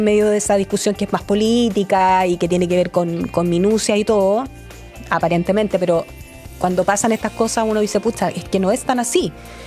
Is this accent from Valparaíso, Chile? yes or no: yes; Viña del Mar, Valparaíso, Chile; Yo, que soy de Viña, zona costera